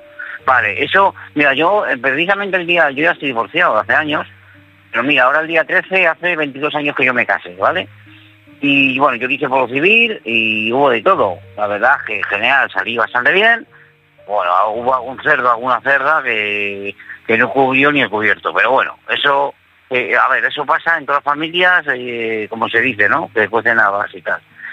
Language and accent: Spanish; Madrid, Community of Madrid, Spain